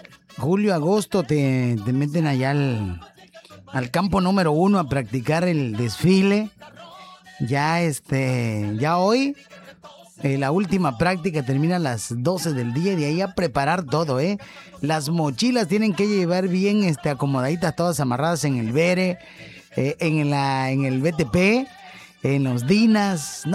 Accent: Mexico; Es una bonita experiencia como mexicano.

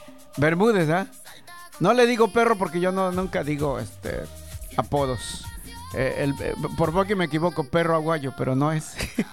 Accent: Mexico; sí somos mexicanos y bien mexicanos

